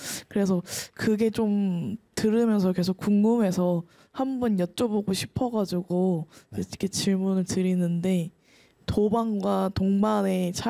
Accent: Incheon, South Korea; 저는 인천 계양구에서 온

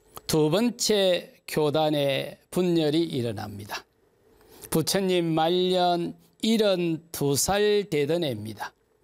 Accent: Sacheon, South Gyeongsang, South Korea; moved away; 제 고향은 삼천포 실안입니다.

